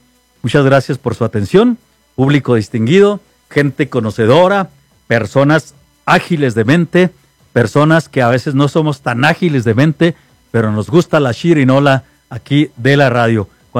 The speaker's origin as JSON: {"language": "Spanish", "country": "Mexico"}